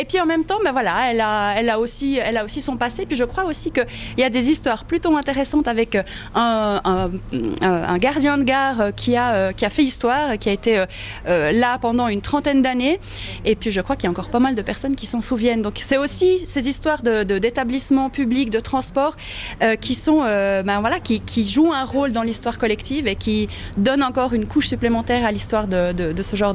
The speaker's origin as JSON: {"language": "French", "region": "Ticino", "country": "Switzerland", "tie": "born or raised there", "lives_now": "Neuchâtel, Switzerland"}